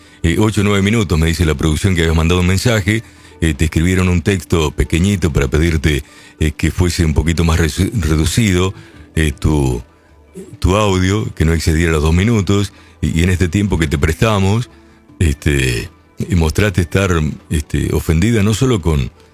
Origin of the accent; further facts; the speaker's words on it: Lincoln, Buenos Aires Province, Argentina; sigue siendo así mi ciudad de Lincoln.